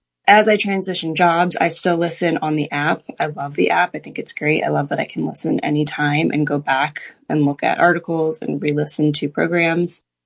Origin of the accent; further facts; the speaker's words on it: Wilmington, United States; from Wilmington.